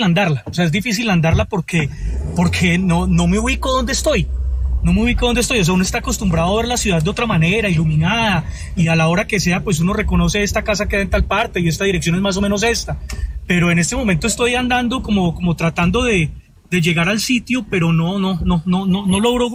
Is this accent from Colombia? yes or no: yes; Pereira, Risaralda, Colombia; moved away; yo soy de Pereira, y antes de irme para otro lado, pues viví aquí mucho tiempo y me conozco muy bien la ciudad